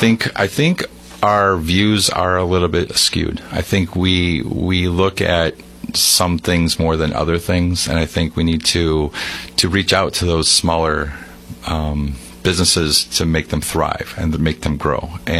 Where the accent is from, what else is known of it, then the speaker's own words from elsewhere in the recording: Sandwich, Illinois, United States; now in Yorkville, United States; Home is Yorkville, but I grew up in Sandwich, and I've been living this whole area my whole life, my family too.